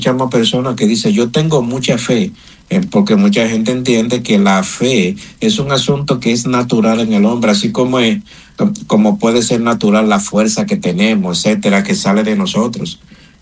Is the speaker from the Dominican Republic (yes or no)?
yes; Dominican Republic; moved away as an adult; now in Puerto Rico; Tengo 18 años viviendo en Puerto Rico y he podido ver eso, porque eso no solamente lo he podido ver en mi país, en la República